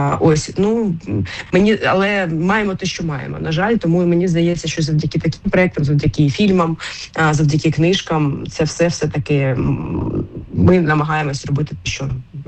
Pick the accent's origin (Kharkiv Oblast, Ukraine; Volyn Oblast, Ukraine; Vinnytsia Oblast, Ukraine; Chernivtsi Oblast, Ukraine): Kharkiv Oblast, Ukraine; Kharkiv; Я сама з Харкова родом, і треба сказати, що коли я, ну, в дитинстві